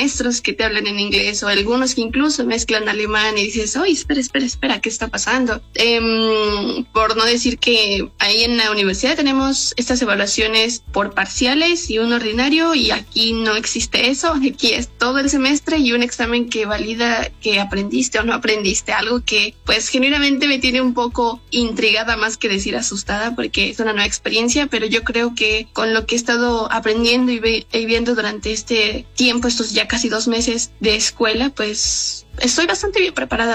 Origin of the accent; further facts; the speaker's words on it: Pachuca, Hidalgo, Mexico; moved away as an adult; now in Münster, Germany; Es una ciudad muy bonita que de vez en cuando me da vibras de Pachuca, de mi bella, muy bella, bella Erosa